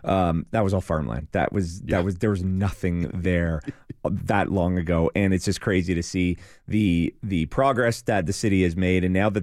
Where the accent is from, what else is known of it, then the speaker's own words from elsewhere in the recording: Markham, Ontario, Canada; I grew up in Markham, and I grew up very close to where the race is happening. Yep. And when my family first moved to Markham, it was 1988, I think. That was all farmland.